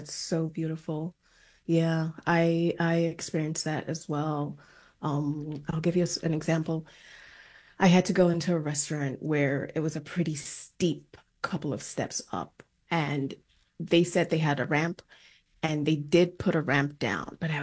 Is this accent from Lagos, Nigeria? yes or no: yes; Lagos, Nigeria; I mean, I grew up in Lagos, Nigeria, so I feel like the hustle and bustle is intrinsically part of who I am.